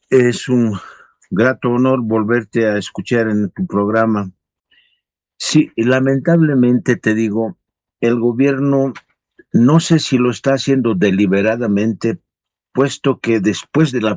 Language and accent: Spanish; Bolivia; no permite privatizaciones de nuestras empresas como bolivianos